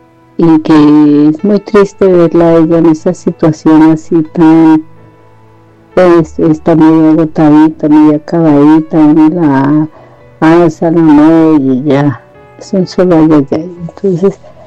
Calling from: Bogotá, Bogotá Capital District, Colombia; yo vivo en Fuentidón

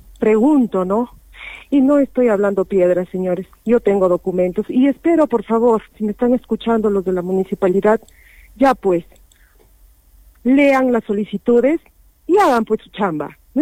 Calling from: Arequipa, Peru; yo soy de Alto Selva Alegre.

